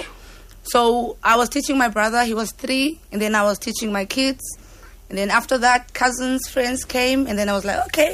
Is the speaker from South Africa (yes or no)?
yes; Cape Town, Western Cape, South Africa; I was born and raised in Guguletu by my mom, my granny, and my aunt.